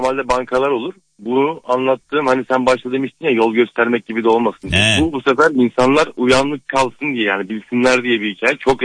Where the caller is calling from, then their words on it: Istanbul, Turkey; İstanbul'da arıyorum